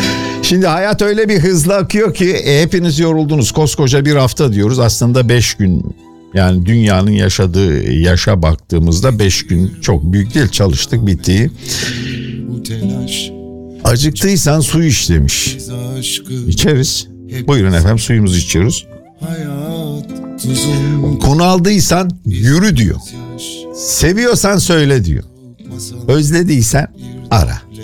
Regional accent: Izmir, İzmir, Turkey; now in Germany; Bayraklı'dan selam diyor. Doğduğum büyüdüğüm memleketime selam olsun.

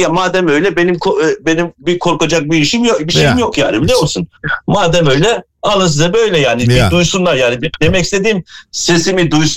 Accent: Erzurum, Turkey; Ben Erzurumluyum.

